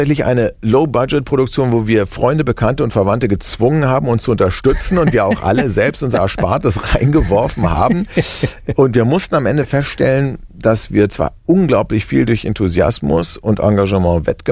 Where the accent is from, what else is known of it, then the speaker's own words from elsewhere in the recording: Berlin, Germany; born there; naja, ich bin in Berlin geboren, also Berlin.